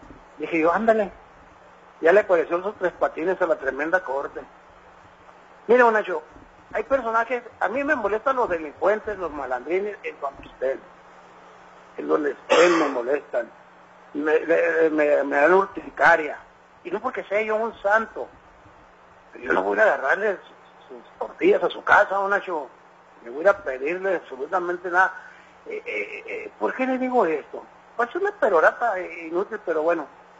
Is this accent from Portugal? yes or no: no; Mexico; somos mexicanos todos.